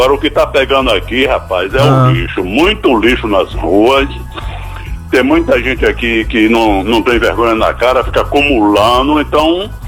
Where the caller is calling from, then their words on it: Bahia, Brazil; eu falo aqui do Castanje.